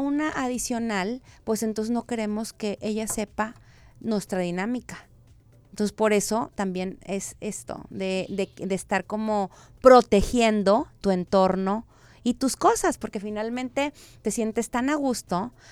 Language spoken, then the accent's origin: Spanish; Monterrey, Nuevo León, Mexico; yo ves que soy de Monterrey, soy regia